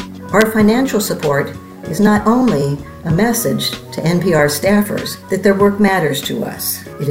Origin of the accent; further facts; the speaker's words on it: Rockford, Illinois, United States; from Rockford.